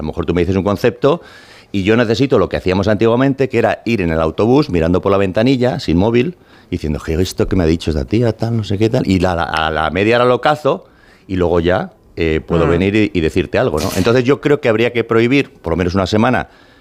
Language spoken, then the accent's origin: Spanish; Spain; now in United States